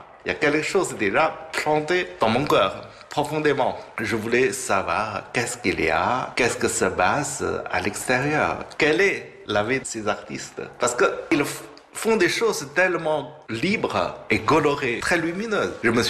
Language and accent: French; China; born there; French is a second language; Mais je suis né au nord de la Chine, au plein de montagnes, au milieu de la nature.